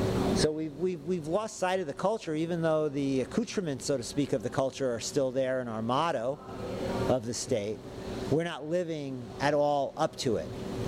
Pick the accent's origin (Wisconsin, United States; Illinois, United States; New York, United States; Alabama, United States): New York, United States; born there; now in Hawaii, United States; Now obviously I'm a white guy. I was born in New York. My relatives fled Ukraine, I guess, back in the beginning of the 20th century. So I'm not really Hawaiian, but I've been here since 70.